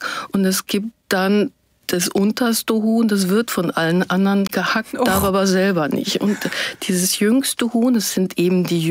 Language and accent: German; Lower Saxony, Germany; Ich bin auf dem Bauernhof groß geworden in Niedersachsen.